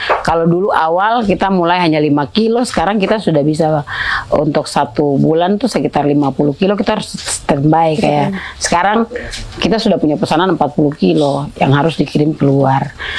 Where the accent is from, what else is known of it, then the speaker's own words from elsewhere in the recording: Papua, Indonesia; kita orang Papua